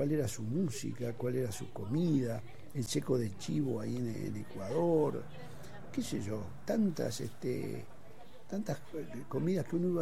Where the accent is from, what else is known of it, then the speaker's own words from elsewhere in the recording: Argentina; moved away as an adult; Desde el 76 que salí de Argentina, yo llegué a Perú y hasta México tuve 6 meses para llegar.